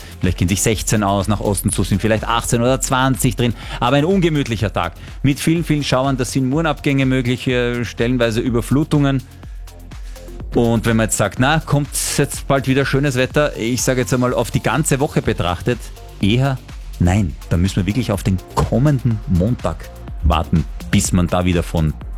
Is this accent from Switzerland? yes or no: no; Italy; aber vielleicht nur ich als Italiener